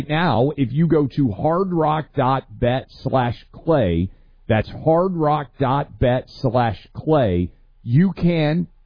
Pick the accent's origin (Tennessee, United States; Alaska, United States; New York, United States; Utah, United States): Tennessee, United States; and my home state of Tennessee.